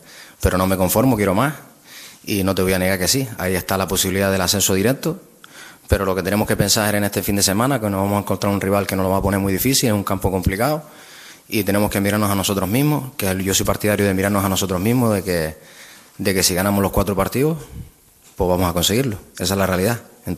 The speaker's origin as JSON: {"language": "Spanish", "area": "Las Palmas", "region": "Canary Islands", "country": "Spain", "said": "el equipo de mi tierra."}